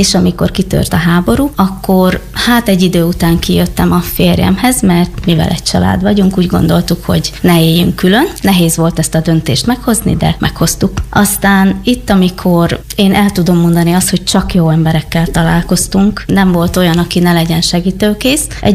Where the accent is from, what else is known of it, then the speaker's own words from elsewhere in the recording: Zakarpattia Oblast, Ukraine; now in Hungary; mert én Kárpátaljáról jöttem, és más szokásaim vannak, másképp éltük a hétköznapjainkat, másképp is beszélek